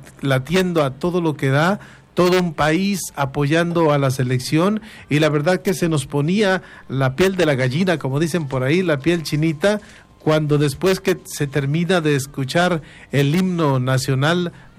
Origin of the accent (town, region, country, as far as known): Mexico